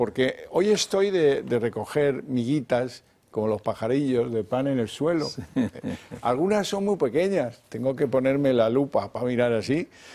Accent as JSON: {"language": "Spanish", "country": "Spain", "said": "Como jurista, como español, que no tengo 1.300.000 en joyas en la caja fuerte de mi casa, pues no lo entiendo."}